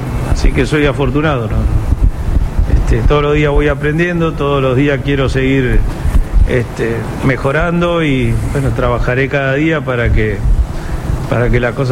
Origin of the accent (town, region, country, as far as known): Argentina